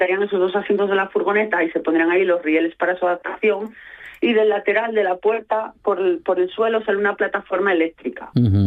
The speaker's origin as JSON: {"language": "Spanish", "town": "Gijón", "region": "Asturias", "country": "Spain", "said": "En este caso nosotros somos de Gijón, la llevamos a Oviedo"}